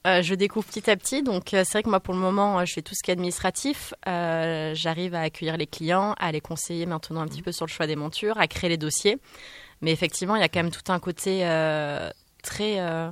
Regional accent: Nouvelle-Aquitaine, France; Mais j'ai grandi à côté de Bordeaux, donc entre les deux.

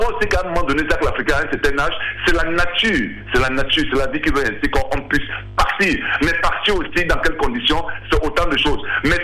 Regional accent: Cameroon

